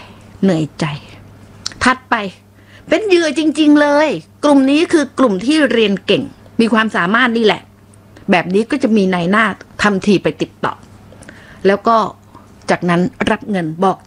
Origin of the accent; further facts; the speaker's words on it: Phuket, Thailand; ดิฉันนี่เกิดมาเป็นคนภูเก็ตโดยกำเนิดนะเกิดถนนดีบุก